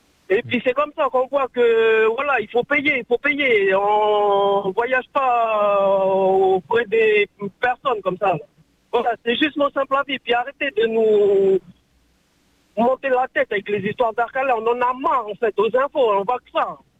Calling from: North Province, New Caledonia; Venez chez nous, dans le Nord.

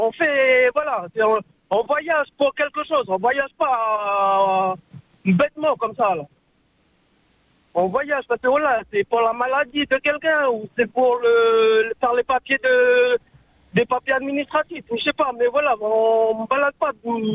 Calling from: North Province, New Caledonia; Venez chez nous, dans le Nord.

